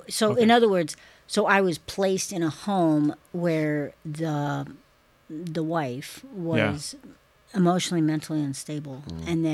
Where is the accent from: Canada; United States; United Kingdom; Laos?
Canada; Yukon; born there; No, I was born in the Yukon, British Columbia.